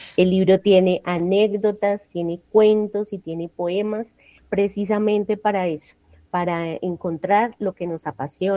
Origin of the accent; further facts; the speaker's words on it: Bogotá, Bogotá Capital District, Colombia; Estoy en Bogotá. Sí, llevo toda mi vida, soy bogotanita